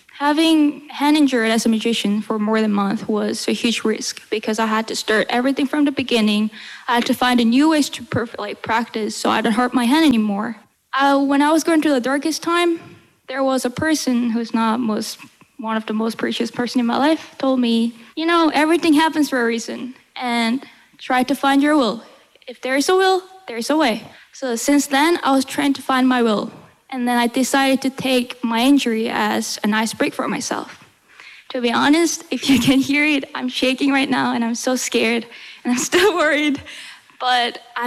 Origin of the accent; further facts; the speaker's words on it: Atlanta, Georgia, United States; also born or lived in South Korea; now in New York, United States; I'm 18 years old, violinist from Atlanta, Georgia. It says I'm from New York, but I go to school in New York, but I'm from Atlanta, Georgia.